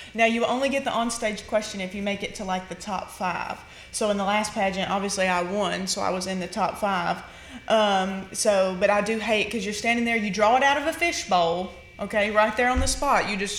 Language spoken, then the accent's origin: English; Tennessee, United States